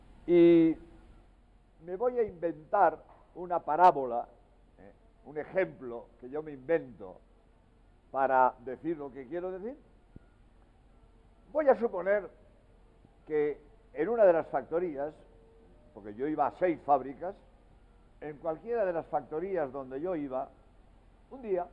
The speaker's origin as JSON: {"language": "Spanish", "country": "Spain", "lives_now": "Cádiz, Spain", "said": "soy jesuita español y autor del libro Para Salvarte"}